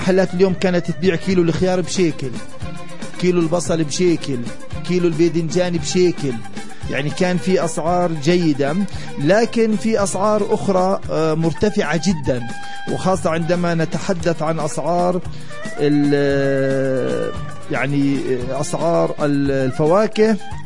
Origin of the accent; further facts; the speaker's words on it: West Bank, Palestine; عندنا في الضفة الغربية